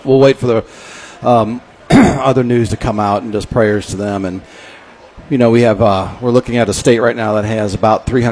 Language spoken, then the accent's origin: English; Indiana, United States; Yeah, I'm from Lake County.